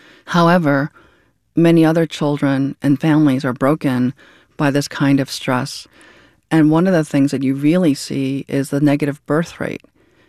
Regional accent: New York City, New York, United States; when I was in high school, I went to the Bronx High School of Science in New York, which is a specialized high school.

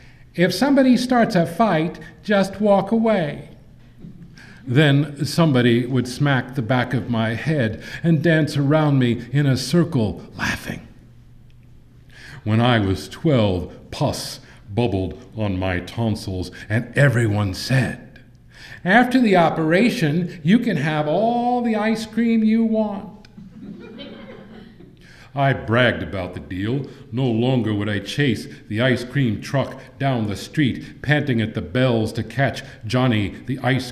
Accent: Brooklyn, New York, United States; I am originally from the tropical paradise of Brooklyn, New York. and I grew up in the East New York section of Brooklyn, Linden Projects

